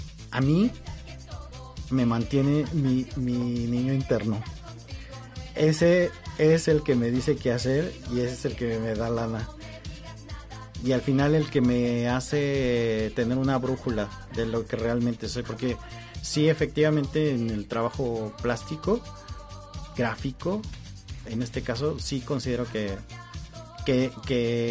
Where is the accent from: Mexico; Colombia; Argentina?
Mexico; que nosotros desconocemos como mexicanos